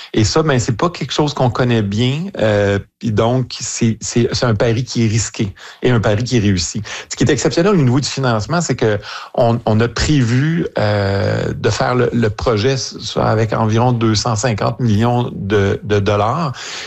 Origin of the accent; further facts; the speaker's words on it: Montreal, Quebec, Canada; chez nous à Montréal, c'est le maire Sarto-Fournier qui est le maire de Montréal.